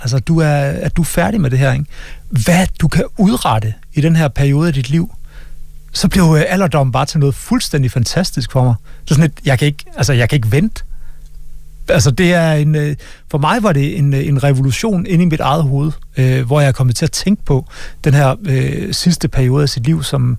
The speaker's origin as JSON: {"language": "Danish", "region": "Central Denmark Region", "country": "Denmark", "said": "jeg er en mand fra Østjylland."}